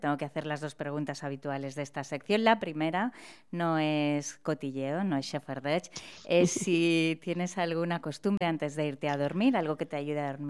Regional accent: Balearic Islands, Spain; first language Catalan; jo com a mallorquina catalana parlant

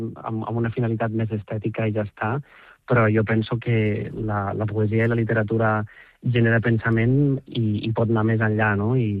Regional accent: Catalonia, Spain

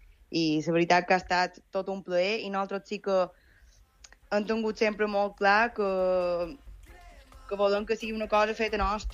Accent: Porreres, Balearic Islands, Spain; Som de Porreres i sí, la vida en Espinades en el mateix lloc, però els anys són els que són.

